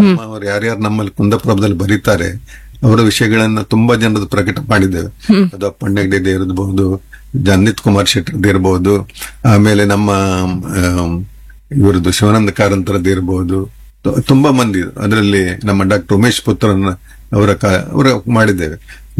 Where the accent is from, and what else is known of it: Kundapur, Karnataka, India